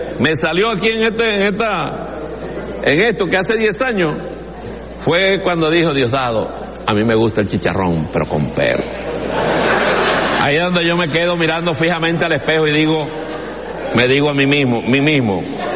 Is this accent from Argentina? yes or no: no; El Furrial, Monagas, Venezuela; also born or lived in Maturín; now in Caracas, Venezuela; Yo soy un niño del Furrial Yor, que me vine para acá, para Maturín, para acá, para Caracas, a enfrentar la ruda realidad de la capital.